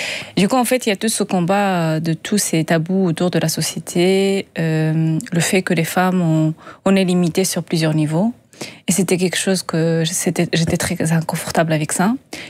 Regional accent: Agadir, Souss-Massa, Morocco; born there

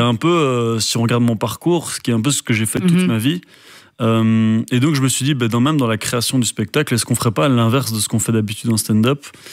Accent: Belgium; en tant que Belge

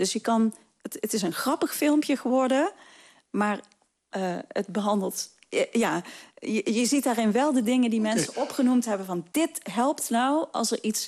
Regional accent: Blerik, Limburg, Netherlands; Opgegroeid in Blerik.

